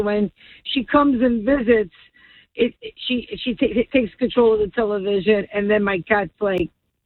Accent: Jersey City, New Jersey, United States; accent: Brooklyn; now in Egg Harbor City, United States; I'm from Jersey City originally.

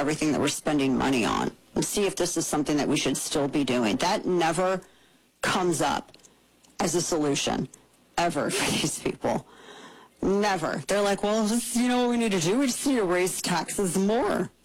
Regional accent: Ozark, United States; but I'm from Ozark.

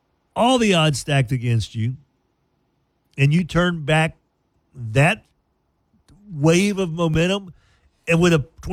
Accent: Arkansas, United States; I grew up in Arkansas with cousins that live on Bayou Bartholomew.

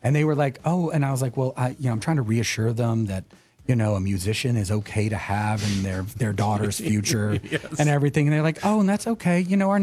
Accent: Sevierville, Tennessee, United States; Yeah, well, you know, I grew up in Sevierville. So, yeah, I grew up in Dollywood.

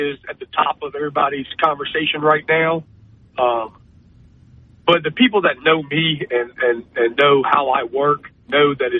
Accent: Hammond, Louisiana, United States; born and raised in Hammond, which is a Tangipahoa parish. You know, I grew up in a working-class family.

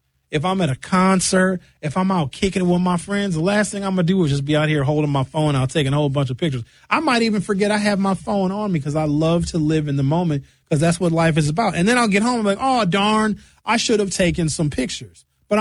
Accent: Brown Deer, Wisconsin, United States; moved away; I know people I grew up with in Brown Deer

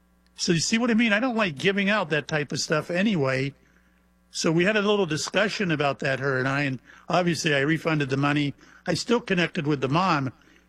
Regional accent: Mayport, Florida, United States; born or raised there

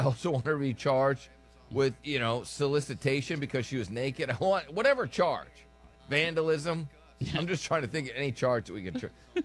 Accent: United States

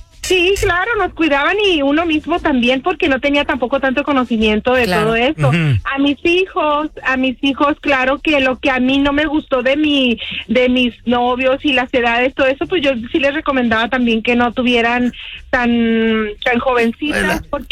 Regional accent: Chihuahua, Mexico; Yo soy de Chihuahua. Chihuahua.

